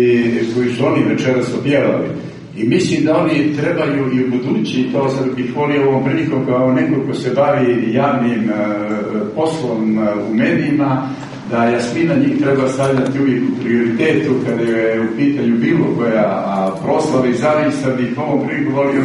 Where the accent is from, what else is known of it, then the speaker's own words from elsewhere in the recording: Podgorica, Montenegro; also born or lived in Berane; ja sam bukvalno porastao u Podgorici, a rođen sam u Beranima